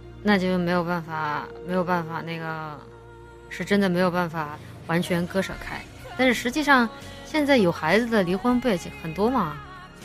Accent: Chongqing, China; 我的家乡重庆这边，四川这边

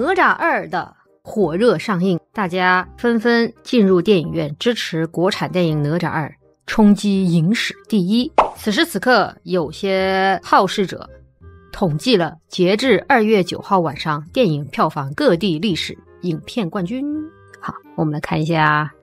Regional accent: Guangdong, China; 我是广东人吗？是呀。

